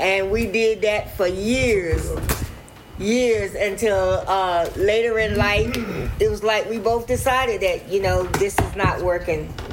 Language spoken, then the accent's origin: English; North Carolina, United States; I was raised in North Carolina, strict, religious, all of that.